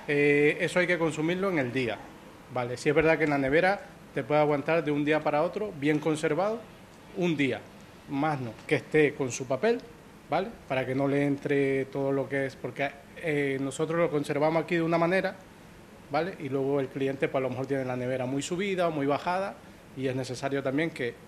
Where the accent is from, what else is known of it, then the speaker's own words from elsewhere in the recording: Ecuador; born there; Sí, yo soy nacido en Ecuador.